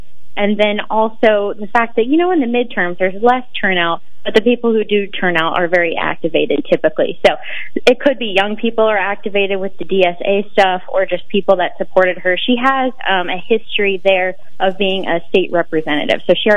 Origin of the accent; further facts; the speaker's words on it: Florida, United States; moved away as an adult; now in Georgia, United States; I grew up in Florida. I just moved to Georgia recently, but I was in Florida during the pandemic